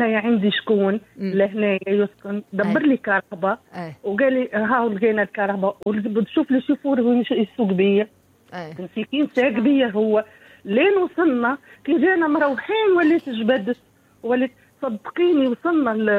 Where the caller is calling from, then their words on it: southern Tunisia, Tunisia; وأنا نسكن في الجنوب أصلي من الجنوب